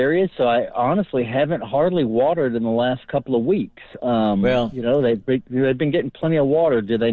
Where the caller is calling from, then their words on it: Live Oak, Texas, United States; I'm calling from Live Oak, Texas.